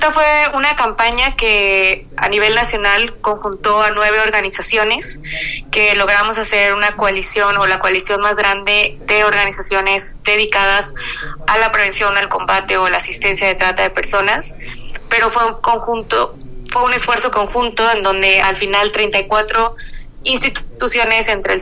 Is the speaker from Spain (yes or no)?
no; Mexico